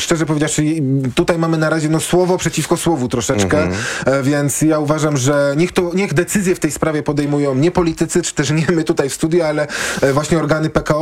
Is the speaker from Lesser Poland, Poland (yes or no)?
yes; Kraków, Lesser Poland, Poland; ja jestem z Krakowa